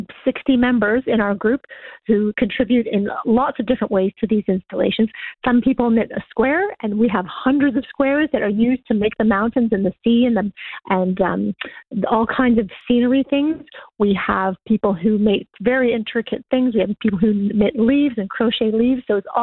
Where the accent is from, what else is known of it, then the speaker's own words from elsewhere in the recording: Canada; moved away as an adult; now in Hertfordshire, United Kingdom; I'm originally from Canada.